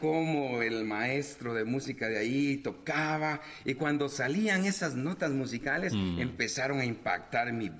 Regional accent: Guatemala City, Guatemala Department, Guatemala; born there; also born or lived in Santa Lucía Cotzumalguapa, Escuintla, Guatemala; Yo crecí en Santa Lucía, Cotzumalguapa. Tuve un accidente como a los 6 años, me pusieron 16 puntos en mi cabeza. Debido a eso nos venimos a la capital

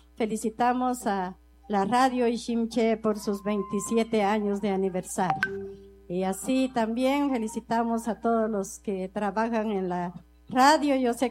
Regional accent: Tecpán, Chimaltenango, Guatemala; Nosotros venimos de Tecpan, somos de la Iglesia Getsemaní, de la Alianza Cristiana y Misionera.

